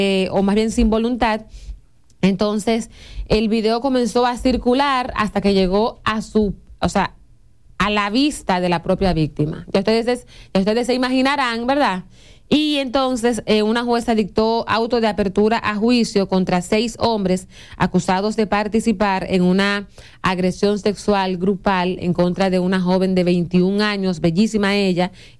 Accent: Dominican Republic; nosotros como dominicanos sabemos comer, mas no alimentarnos

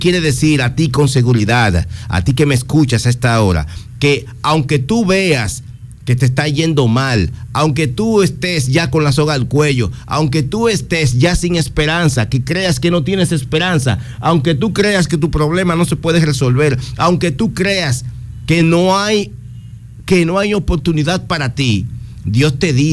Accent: San Cristóbal, Dominican Republic; Yo que amo mi pueblo San Cristóbal

